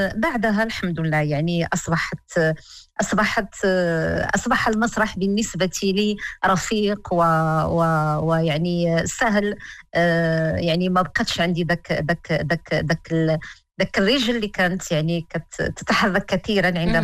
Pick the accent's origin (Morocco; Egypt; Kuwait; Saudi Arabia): Morocco; وأحرص على أن أتحدث باللهجة المغربية الراقية الجميلة اللي احنا كنعرفوها كاملين كمغاربة